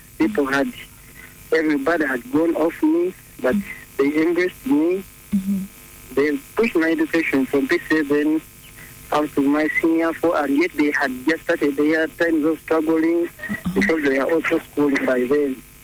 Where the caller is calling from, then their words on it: Norway; I'm calling from Norway.